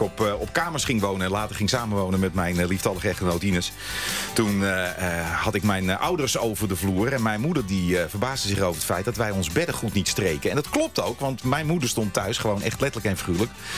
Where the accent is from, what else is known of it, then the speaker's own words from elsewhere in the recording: Friesland, Netherlands; born there; als geboren Fries.